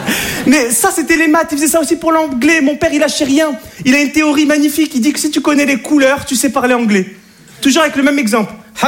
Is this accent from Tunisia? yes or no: no; Monte Carlo, Monaco; je suis de Monaco, Monte Carlo. Voilà, le rocher, le prince, les princesses, hein, le Grand Prix de Monaco, les Arabes. Non, je suis l'Arabe de Monaco.